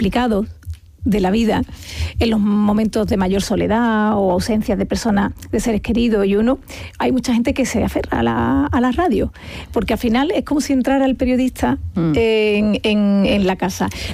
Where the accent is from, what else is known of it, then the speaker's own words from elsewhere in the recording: Andalusia, Spain; Yo estoy loca por Andalucía porque es mi tierra.